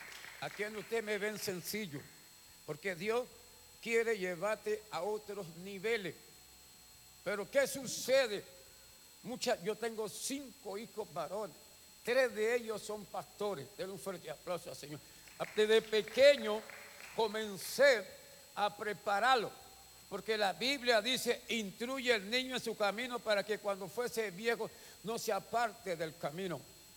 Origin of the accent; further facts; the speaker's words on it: La Chorrera, Panamá Oeste, Panama; Soy de un campo de Chorrera. Mi papá, mi abuelo era descendencia francesa y mi abuela era italiana.